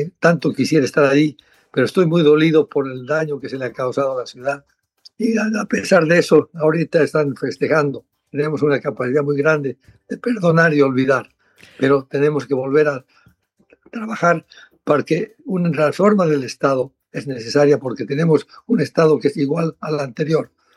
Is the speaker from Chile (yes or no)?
no; Bolivia; now in Washington, United States; yo duermo en Washington, pero vivo en Bolivia.